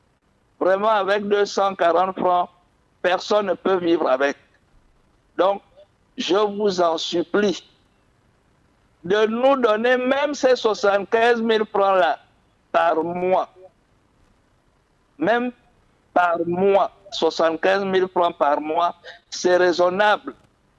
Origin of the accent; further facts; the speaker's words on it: Gabon; Nous sommes aussi des Gabonais comme vous.